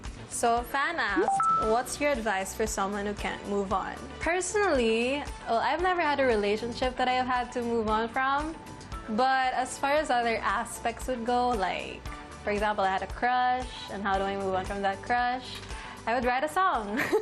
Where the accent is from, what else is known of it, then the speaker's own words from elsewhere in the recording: Philippines; a lot of people think that I'm not from the Philippines, but I actually am. I was born here, I was raised here, so marunong ako mag-Tagalog. Medyo jeje nga ako, actually. So, yeah, I'm not Philam. I'm pure Filipino.